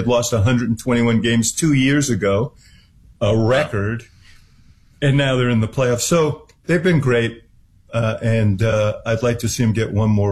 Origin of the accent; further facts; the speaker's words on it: New York, United States; now in Chicago, United States; I'm from New York originally, so I don't have to I don't have the tribal loyalties that Chicagoans have.